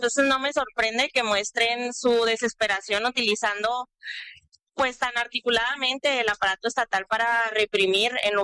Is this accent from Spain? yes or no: no; Mexico; Creo que es bien importante que como mexicanos y mexicanas no veamos esto como una concesión